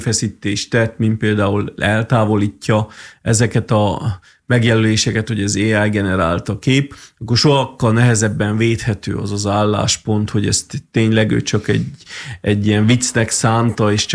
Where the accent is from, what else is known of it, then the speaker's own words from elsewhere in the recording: Transylvania, Romania; moved away as an adult; also born or lived in London, United Kingdom; now in Târgu Mureș, Romania; nem az vonzott vissza Erdélybe, hogy annyira könnyű lenne, hanem messzeletem a szülőföldemet, és itt szeretném felnevelni a gyerekeimet